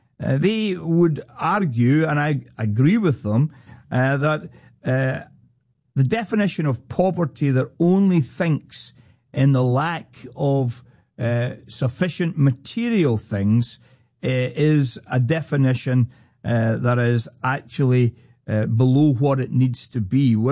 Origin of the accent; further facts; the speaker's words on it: Scotland, United Kingdom; Obviously, being a Scotsman, I enjoyed meeting the Scottish team that were there.